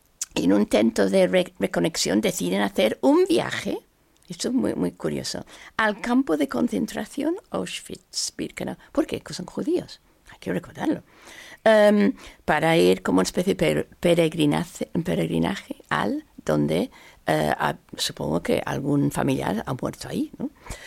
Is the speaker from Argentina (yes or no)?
no; England, United Kingdom; moved away